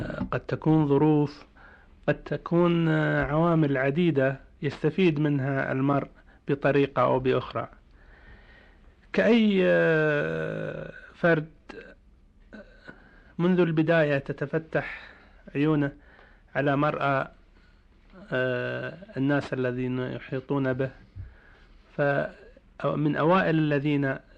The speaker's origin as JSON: {"language": "Arabic", "town": "Al-Jishah", "region": "Eastern Province", "country": "Saudi Arabia", "tie": "born or raised there", "also_born_or_lived": "Hofuf", "said": "هذا الأستاذ هو إمام جليل لأحد المساجد في قريتنا الجشة"}